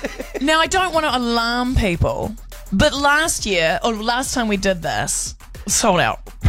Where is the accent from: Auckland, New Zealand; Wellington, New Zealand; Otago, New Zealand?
Wellington, New Zealand; also born or lived in Rangiora; I'm a Welly girl, but I was born in the Goon.